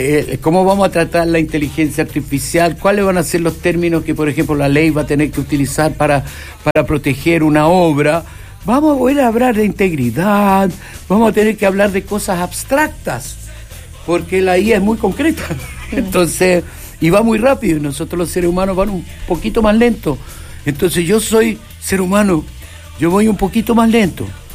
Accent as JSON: {"language": "Spanish", "country": "Chile", "said": "el hecho de yo ser absolutamente perseverante en mi existencia como músico chileno y en Chile"}